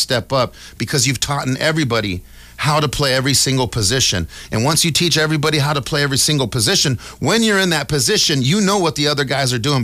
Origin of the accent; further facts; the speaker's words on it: United States; as an American